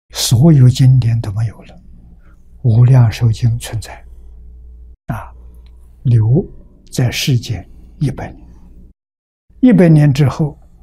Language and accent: Chinese; China; 我们中国人